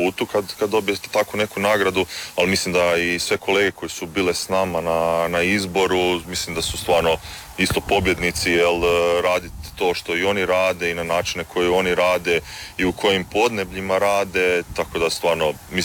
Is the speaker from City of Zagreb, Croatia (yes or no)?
yes; Zagreb, City of Zagreb, Croatia; also born or lived in Germany; ja sam rođen zapravo u Njemačkoj i onda su se moji roditelji vratili natrag u Hrvatsku 2000. godine, preselili su u Zagreb. I ja sam tamo završio i osnovnu, srednju školu, fakultet.